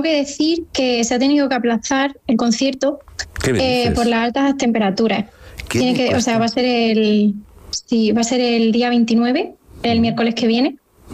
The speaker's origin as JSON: {"language": "Spanish", "town": "Caravaca de la Cruz", "region": "Region of Murcia", "country": "Spain"}